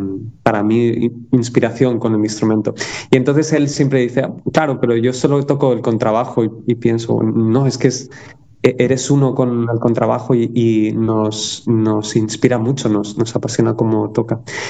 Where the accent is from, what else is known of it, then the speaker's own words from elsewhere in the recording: Campo de Criptana, Castilla-La Mancha, Spain; born there; Yo nací en Campo de Criptana, que está en La Mancha, Ciudad Real